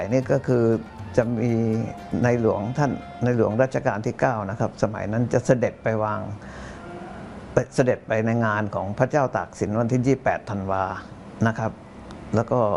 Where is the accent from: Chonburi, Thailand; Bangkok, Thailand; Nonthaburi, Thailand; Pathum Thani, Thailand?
Bangkok, Thailand; also born or lived in Yala Province; ผมเกิดที่จังหวัดยะลาขวบกว่าผมก็ย้ายมาอยู่กรุงเทพแล้วพอประมาณสัก3ขวบเนี่ยบ้านอยู่ตรงวงเวียนใหญ่